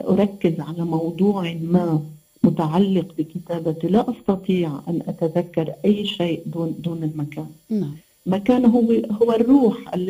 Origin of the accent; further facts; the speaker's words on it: Lebanon; now in Paris, France; أنا بلدتي تطل على البحر في لبنان، تربيت بروحية منفتحة في المكان. هناك الكثير من الطوائف والمجتمعات المختلفة